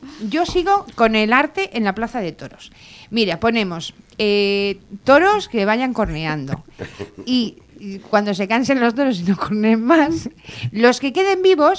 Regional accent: Spain; somos españoles

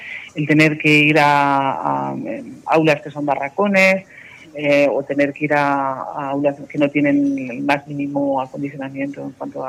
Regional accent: Asturias, Spain; now in Madrid, Spain; En mi tierra, en Asturias, la cosa es más llevadera

